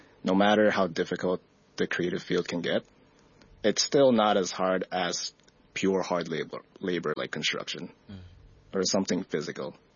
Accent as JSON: {"language": "English", "country": "Philippines", "moved": "yes", "lives_now": "Hong Kong", "said": "I'm Filipino, can't speak Chinese"}